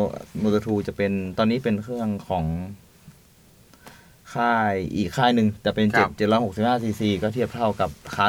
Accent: Chiang Mai, Thailand; แต่ก่อนนี่ผมเป็นคนจังหวัดเชียงใหม

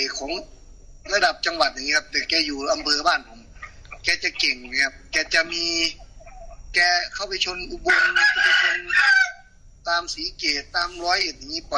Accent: Det Udom, Ubon Ratchathani, Thailand; พื้นเพเป็นคนจังหวัดอุบลครับพี่

